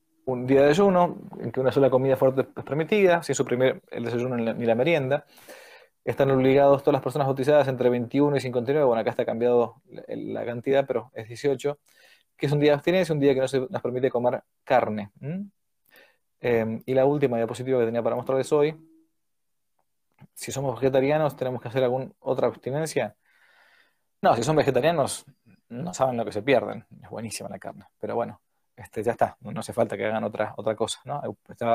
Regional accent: Argentina; mi país, Argentina

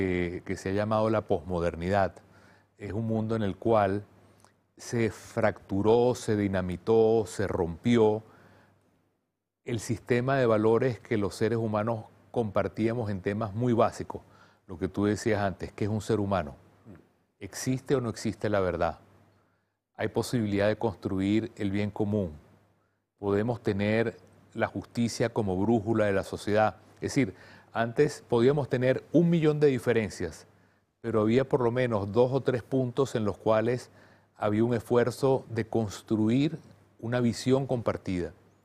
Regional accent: Venezuela; mi país, Venezuela

